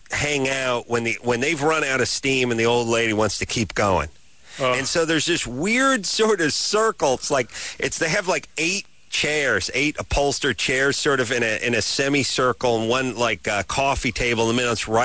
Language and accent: English; North Hollywood, California, United States; My hometown, NoHo.